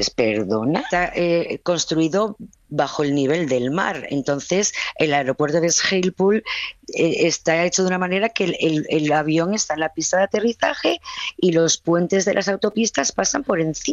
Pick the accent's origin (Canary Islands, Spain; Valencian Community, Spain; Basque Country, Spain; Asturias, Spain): Asturias, Spain; Porque yo soy asturiana pequeñita